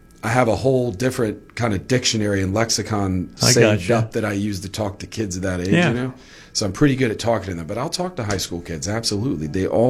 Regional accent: New Orleans, Louisiana, United States; born there; moved away as an adult; also born or lived in Baton Rouge, Louisiana; now in Arkansas, United States

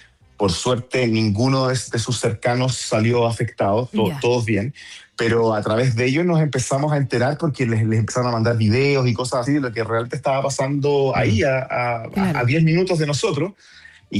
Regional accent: Chile; Yo, como chileno, esperé un rato, típico

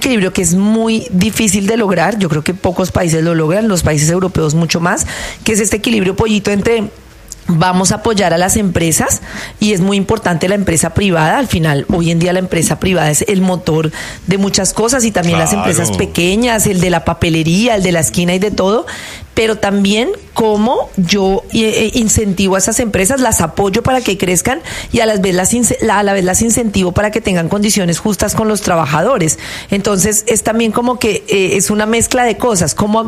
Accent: Colombia; así como los colombianos somos muy unidos

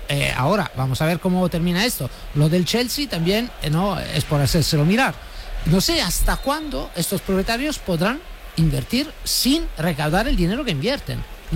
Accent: Italy; Spanish is a second language; also born or lived in England; No, a ver, tú has dicho que he vivido en Inglaterra, pero yo soy italiano, así que me acuerdo de cuando en Italia se hacían equipos sin dinero, ¿no?

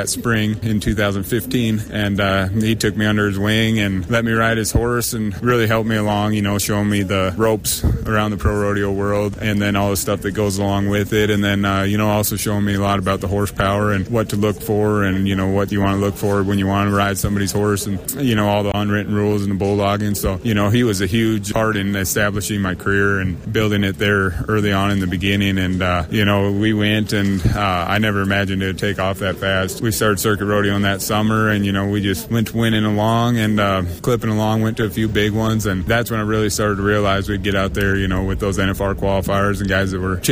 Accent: Minnesota, United States; And, you know, growing up in Minnesota, it kind of seemed a little far-fetched with not very many guys ever making it from Minnesota

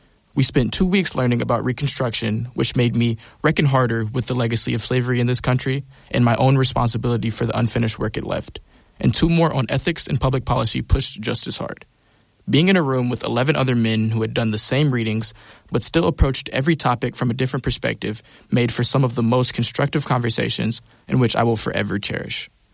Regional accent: Galesburg, Illinois, United States; moved away as an adult; I learned it growing up in Galesburg, too

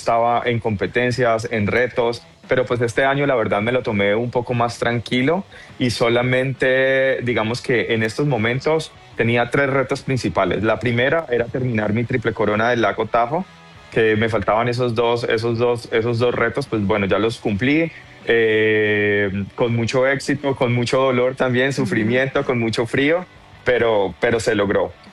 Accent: Colombia; yo estoy representando a Colombia, porque pues soy nadador colombiano.

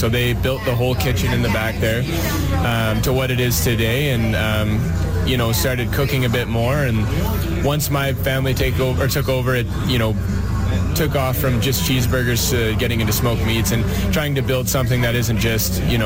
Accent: Drumheller, Alberta, Canada; I grew up in Drumheller

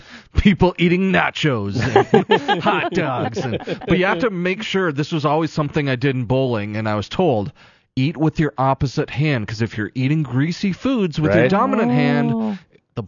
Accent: Albany, Minnesota, United States; born there

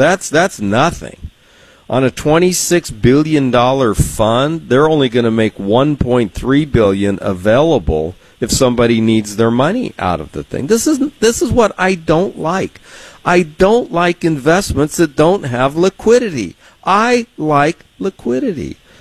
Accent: San Diego, California, United States; Look, I'm from San Diego, California. I've never been to Switzerland.

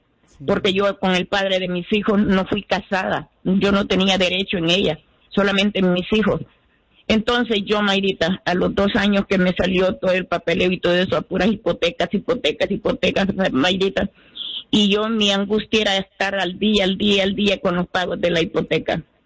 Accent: El Salvador; moved away; Yo me vine buscando los dólares. Yo me vine por la guerra que había en El Salvador.

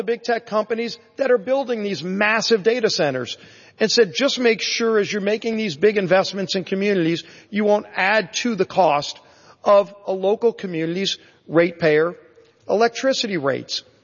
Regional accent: Louisiana, United States; I've seen massive data centers in my home state of Louisiana.

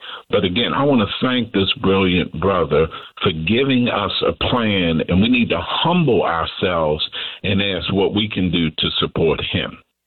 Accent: Brooklyn, New York, United States; I mean, I'm from Brooklyn, New York, too, so I love my brother from Brooklyn.

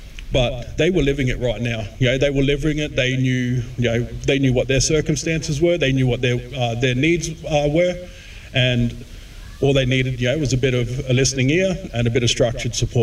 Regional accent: Darwin, Northern Territory, Australia; I started as a young person growing up in Darwin in the Northern Territory, you know, living in Housing Commission just down here in Kohanor Street, living in Housing Commission in Karama

